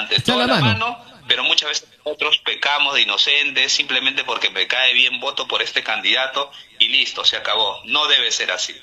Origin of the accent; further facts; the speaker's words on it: Peru; Nosotros como pobladores, como peruanos